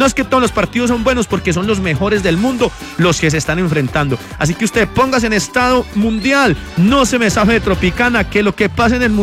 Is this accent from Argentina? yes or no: no; Colombia; yo me considero más colombiano que, mejor dicho, yo siento que estoy jugando allá.